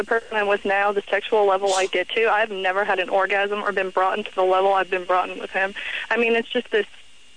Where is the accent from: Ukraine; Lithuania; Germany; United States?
United States; Texas; I grew up in Texas.